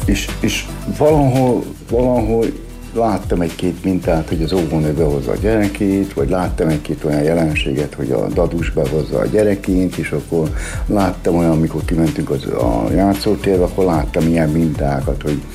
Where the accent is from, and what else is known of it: Szabolcs-Szatmár-Bereg, Hungary; born there; also born or lived in Nyírbátor